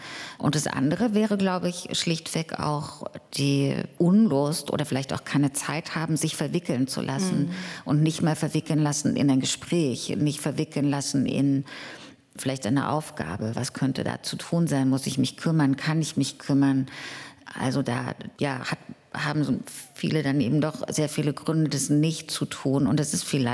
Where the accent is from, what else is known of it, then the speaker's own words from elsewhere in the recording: Germany; Also ich bin in einem Land, in der DDR aufgewachsen, die hatte nicht nur Vorteile